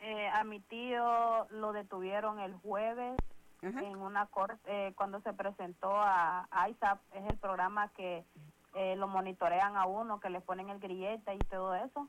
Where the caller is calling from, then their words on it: Virginia, United States; nosotros somos de Virginia